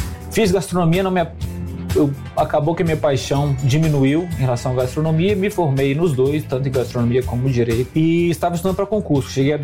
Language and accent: Portuguese; Brasília, Federal District, Brazil; Bom, eu sou nascido e criado aqui, fui criado na Asa Sul, na 306 Sul, então convivi muito ali no plano W3